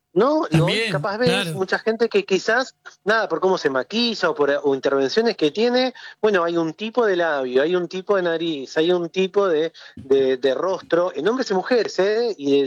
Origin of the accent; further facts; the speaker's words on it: Campana, Buenos Aires Province, Argentina; soy de provincia de Buenos Aires, ciudad de Campana.